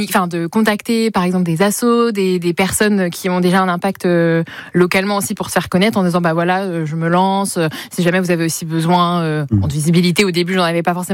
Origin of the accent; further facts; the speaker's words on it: Laval, Pays de la Loire, France; Oui, toute ma vie à Laval. Je suis partie sur mes dernières années d'études à Paris, mais sinon je revenais très souvent, même quasiment tous les week-ends à Laval.